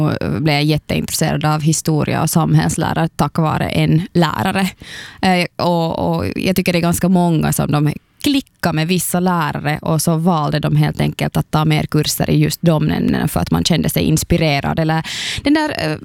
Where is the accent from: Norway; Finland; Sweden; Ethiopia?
Finland; Men jag är enspråkigt svensk. Alltså mina båda föräldrar är svenskspråkiga, jag bara pratar svenska hemma. Så ändå kan jag uppleva att det är jättepinsamt om jag säger någonting fel på finska, för jag bor ju i Finland, jag borde kunna bättre.